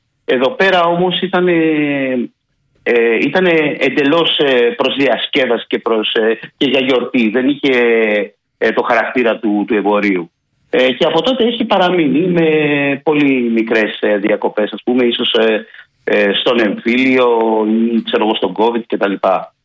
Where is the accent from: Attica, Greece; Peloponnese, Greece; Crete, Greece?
Attica, Greece; Athens; moved away as an adult